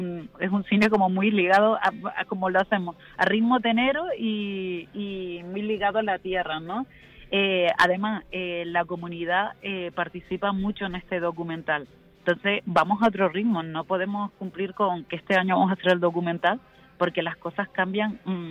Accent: Los Silos, Canary Islands, Spain; now in Teno Alto, Spain; yo soy de la Isla Baja, soy de Los Silos.

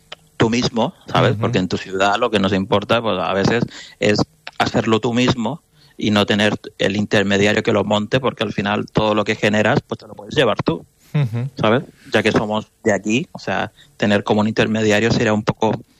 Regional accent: Barcelona, Catalonia, Spain; Mira, nosotros somos de aquí de Barcelona

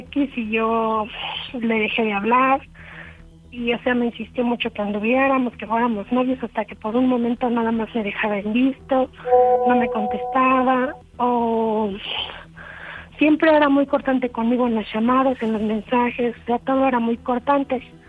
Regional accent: Coyoacán, Mexico City, Mexico; Tengo 25 años, soy de la alcaldía Coyoacán.

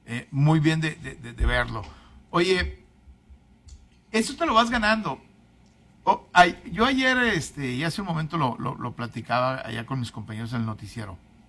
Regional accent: Mexico; Qué orgulloso se siente uno como mexicano

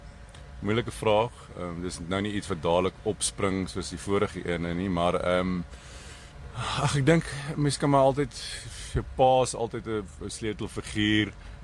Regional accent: Pretoria, Gauteng, South Africa; En ons het groot geword hier in Pretoria, nie ver van hier af nie, in Ferry Glen.

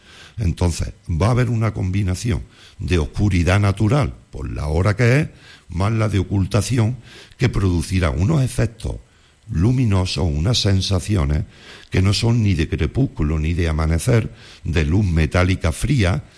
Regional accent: Villanueva de Córdoba, Andalusia, Spain

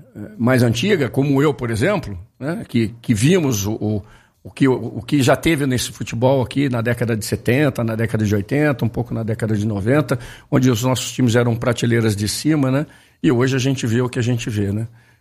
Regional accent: Campinas, São Paulo, Brazil; E eu falo isso como campineiro.

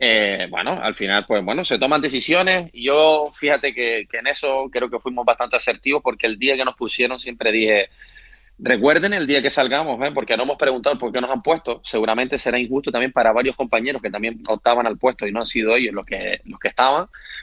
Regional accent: Canary Islands, Spain; Estamos en un club de cantera y como canario y como, pues bueno, habitante de la isla, todos queremos lo bueno para el club, ¿no?

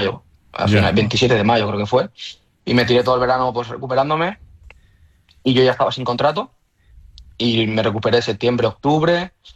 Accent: Valencia, Valencian Community, Spain; mucha gente te piensa que soy de Cullera, pero soy de Valencia

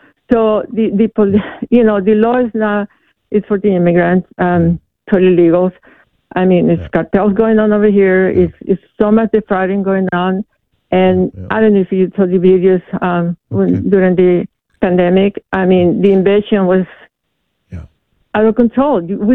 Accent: El Salvador; English is a second language; moved away as an adult; now in United States; You know, I'm an immigrant. I'm from Salvador. When I came to America, you know, my cousin asked me to come and help me, and when I came, he didn't want to help. So I need to work. I had to survive. I had to learn the language.

